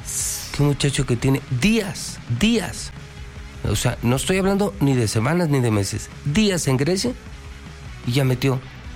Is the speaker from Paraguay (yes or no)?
no; Mexico; Yo como mexicano